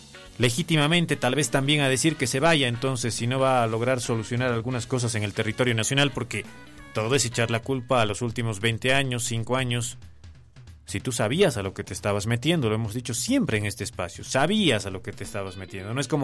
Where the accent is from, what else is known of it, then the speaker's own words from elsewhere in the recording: Bolivia; como bolivianos, como pueblo boliviano